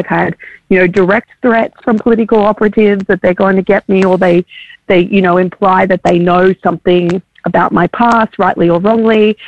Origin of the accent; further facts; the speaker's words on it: Queensland, Australia; I'm a Queenslander